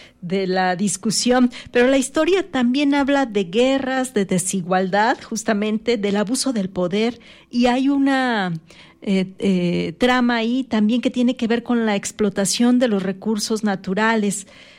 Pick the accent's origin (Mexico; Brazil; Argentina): Mexico